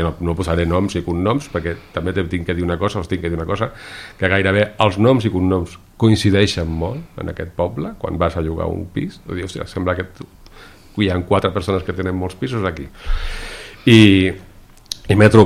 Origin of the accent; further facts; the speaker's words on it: Catalonia, Spain; now in Caldes, Spain; encara tinc sort que sóc heterosexual i sóc blanc i sóc català